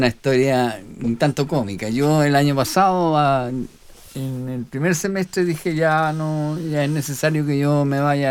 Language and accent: Spanish; Pucón, Araucanía, Chile; now in Panguipulli, Chile; me iba a ir a mi tierra natal, que es Pucón.